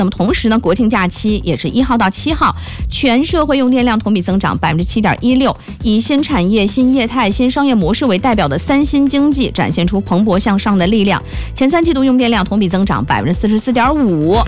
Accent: Wuhu, Anhui, China; born there; now in Fuzhou, China; 你看我老家又要来人了，我明天我小伙伴从芜湖过来，

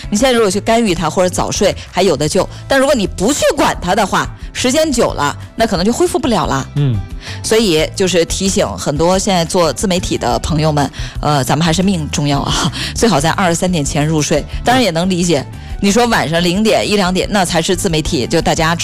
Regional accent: Northeast China, China; 我记得我小时候在东北，

